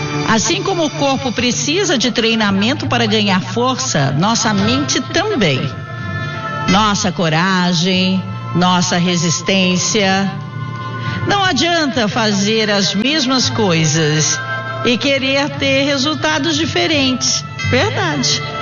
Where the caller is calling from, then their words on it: Belo Horizonte, Minas Gerais, Brazil; Eu sou de Belo Horizonte, Minas Gerais. Estamos aqui ouvindo a rádio, ouvindo você.